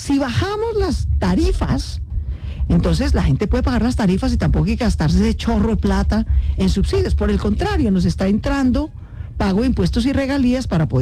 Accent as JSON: {"language": "Spanish", "country": "Colombia", "said": "si algo somos los colombianos, somos unos berraquitos para trabajar."}